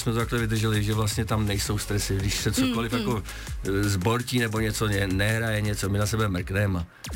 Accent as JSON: {"language": "Czech", "town": "Úvaly", "region": "Central Bohemian Region", "country": "Czechia", "said": "u nás doma v Uvalech, my jsme kovaní Uvaláci, patrioti"}